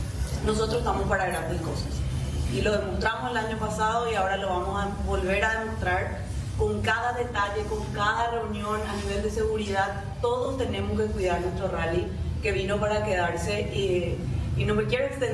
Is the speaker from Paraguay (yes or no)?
yes; Paraguay; nosotros como paraguayos